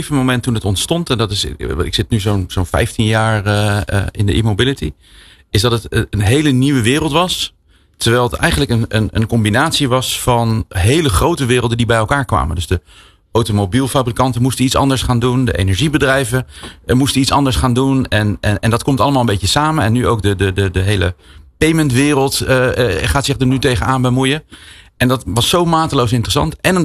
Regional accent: The Hague, South Holland, Netherlands; En ik woon in een klein dorpje boven Rotterdam. Ik weet niet of mensen dat kennen, maar dat is Den Haag. En daar woon ik echt al mijn hele leven.

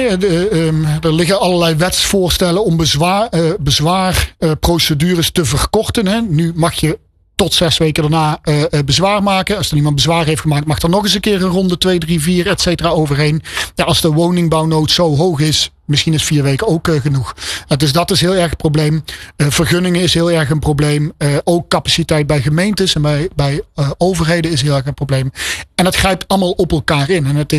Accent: North Brabant, Netherlands; ik kom uit de buurt van Eindhoven, dus Amsterdam zegt mij niet zoveel.

